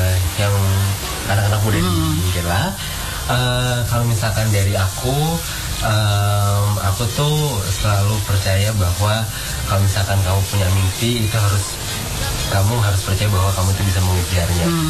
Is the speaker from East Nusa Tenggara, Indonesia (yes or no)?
no; Surabaya, East Java, Indonesia; aku tuh ngerasa ketika aku di kotaku Surabaya, aku tuh gak pernah makan bareng sama keluarga yang bener-bener seintens itu